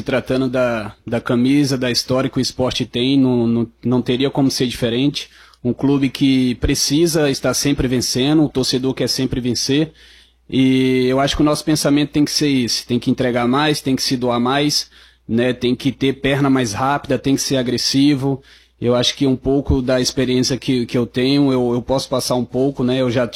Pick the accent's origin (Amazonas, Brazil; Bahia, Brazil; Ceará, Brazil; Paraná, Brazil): Ceará, Brazil; Sobral; also born or lived in Rio de Janeiro; É que eu fui criado em Sobral. Eu nasci no Rio de Janeiro, mas fui criado em Sobral.